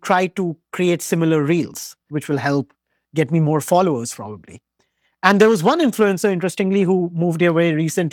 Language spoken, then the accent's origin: English; India; I come from India, I see that in India.